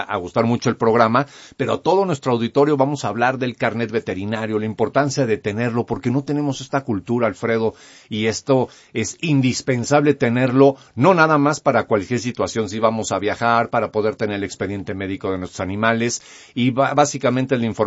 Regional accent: Mexico

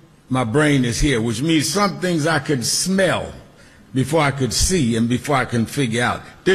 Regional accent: Brooklyn, New York, United States; Now, I'm from Brooklyn. So I'm a little different than some of y'all.

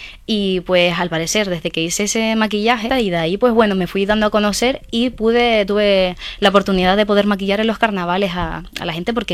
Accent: Fuerteventura, Canary Islands, Spain; Soy de Fuerteventura uh-huh. y tengo 21 años

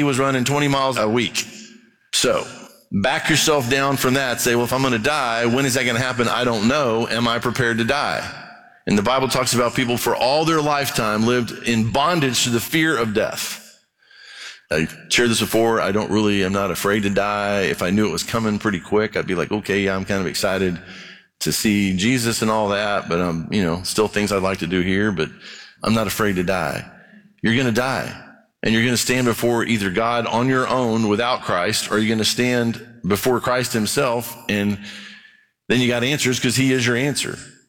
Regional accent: Brazil; I grew up in Brazil, mission fie

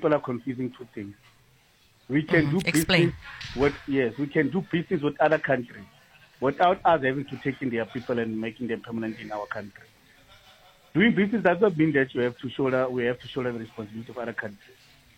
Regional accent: South Africa; I cannot talk about it, but I'm South African. I can talk for my country.

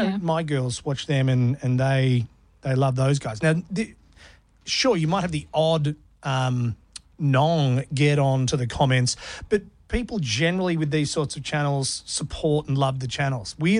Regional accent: Australia; They might recognise we're from Australia, but doesn't necessarily push Australian content onto us.

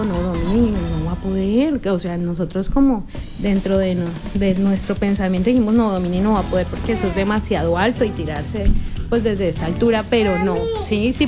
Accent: Colombia; como colombianos nos la ingeniamos para sacar este deporte adelante

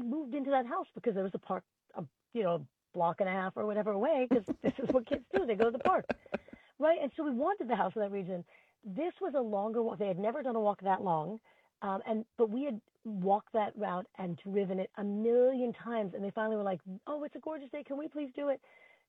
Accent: Flushing, New York, United States; I grew up in Flushing. I'd walk home from the park all the time.

